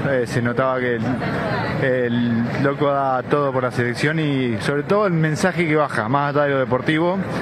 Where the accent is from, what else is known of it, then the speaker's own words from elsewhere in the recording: Buenos Aires, Argentina; De acá, de Capital.